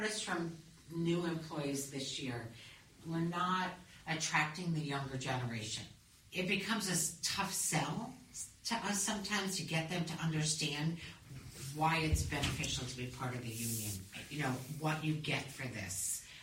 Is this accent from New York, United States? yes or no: yes; West Albany, New York, United States; I grew up in West Albany, New York, which is a little village outside of the city of Albany.